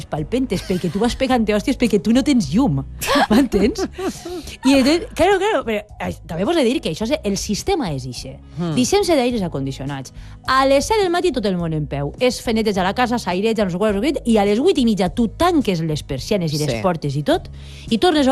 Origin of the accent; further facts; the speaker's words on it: Ontinyent, Valencian Community, Spain; La tenia Ontinyent, que és el meu poble. I és des d'on estic fent la secció avui.